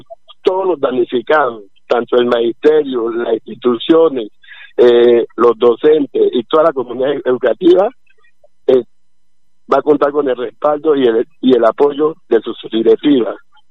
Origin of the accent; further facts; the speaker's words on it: Buenaventura, Valle del Cauca, Colombia; Yo viví ese sismo acá en la ciudad de Cali, estoy acá, no he podido viajar, pero ya voy a desplazar para Buenaventura para estar allá, pensando en mi pueblo